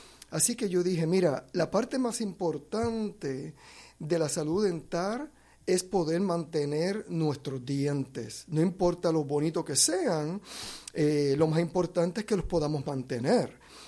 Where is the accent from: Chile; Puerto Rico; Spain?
Puerto Rico; moved away; soy nacido y criado en la Isla del Encanto, Puerto Rico.